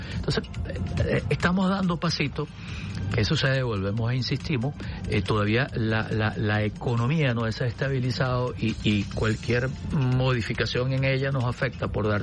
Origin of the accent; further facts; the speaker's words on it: Venezuela; lo digo como venezolano, yo no soy empleado público